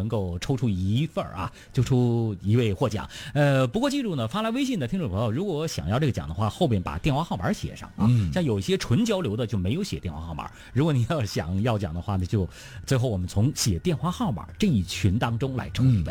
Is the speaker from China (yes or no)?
yes; Beijing, China; 咱们北京人啊，就是说那个有条件当然讲究了，就是即便没条件都穷讲究，